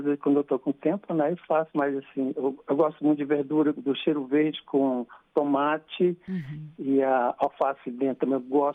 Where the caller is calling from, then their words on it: Brazlândia, Federal District, Brazil; Eu falo de Brasândia.